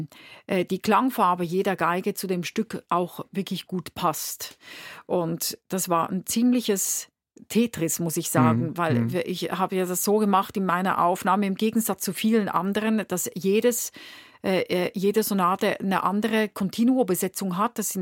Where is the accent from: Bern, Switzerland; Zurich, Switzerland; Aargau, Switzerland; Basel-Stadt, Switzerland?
Zurich, Switzerland; Winterthur; born there; aus meiner Geburtsstadt in Winterthur gibt es eine Stiftung